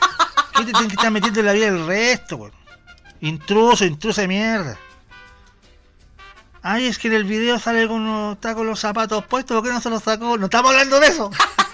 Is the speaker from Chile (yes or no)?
yes; Chile